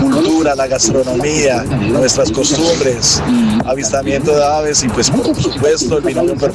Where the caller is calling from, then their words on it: Meta, Colombia; llanero, yo soy llanero.